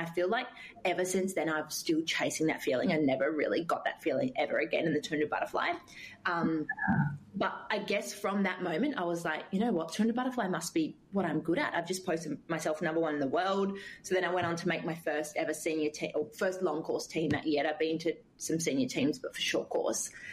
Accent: Australia

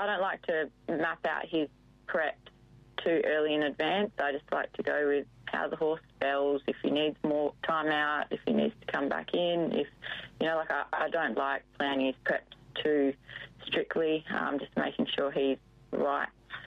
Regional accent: Albany, Western Australia, Australia; also born or lived in Perth; Yeah, I'm originally from Albany. My family's all down here, and I moved to Perth to train for a few years

